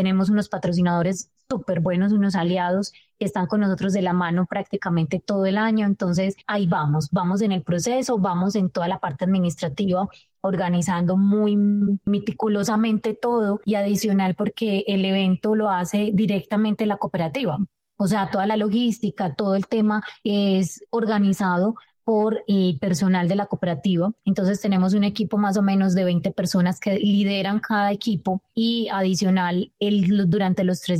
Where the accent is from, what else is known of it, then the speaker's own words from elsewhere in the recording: Antioquia, Colombia; soy antioqueña